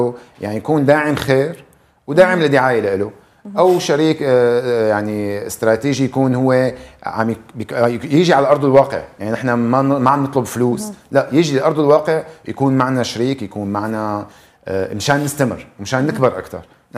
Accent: Syria; نحن جيناتنا رب العالمين ميزنا نحن كسوريين

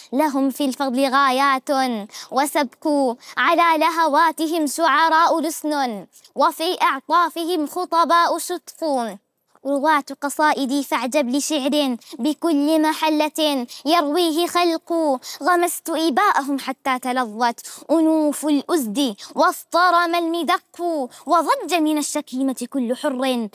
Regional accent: Hauran, Syria; أنا ابنة مهدي الثورة وسهلها العامل بالخير والعلم،

